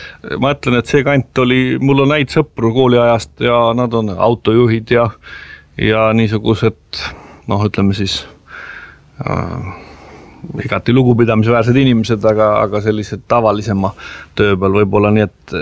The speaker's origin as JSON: {"language": "Estonian", "town": "Tallinn", "region": "Harju County", "country": "Estonia", "tie": "born or raised there", "said": "No minu lapsepõlv möödus Lillekülas, nii et ma olen seal sündinud ja seal siis ka elanud kuni ülikooli minekun ja minu vanemad elasid seal kuni isa surmani 83. aastal, nii et siis ema kolis ka sealt ära, nii et ma olen nagu Lilleküla poiss"}